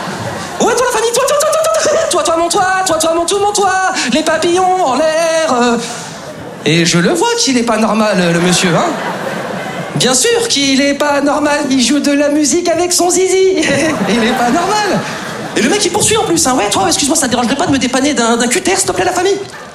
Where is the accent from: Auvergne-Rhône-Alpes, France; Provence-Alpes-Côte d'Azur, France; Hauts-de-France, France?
Auvergne-Rhône-Alpes, France; Lyon; now in Paris, France; je suis originaire de province, je suis originaire de Lyon et c'est vrai qu'avant de m'installer sur Paris, j'avais des petites appréhensions sur cette ville